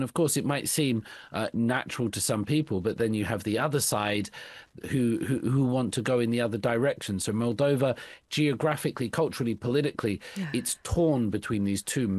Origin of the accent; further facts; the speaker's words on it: Dover, South East England, United Kingdom; in the south of England, my hometown is called Dover.